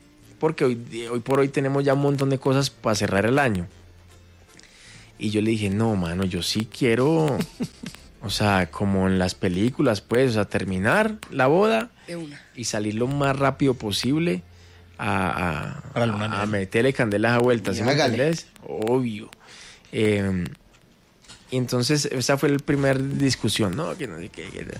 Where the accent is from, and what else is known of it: Colombia